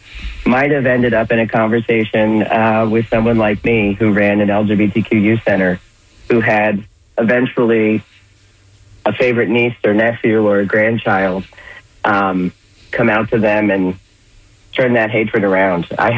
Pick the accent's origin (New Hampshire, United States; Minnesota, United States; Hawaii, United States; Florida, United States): Florida, United States; I'm from Florida.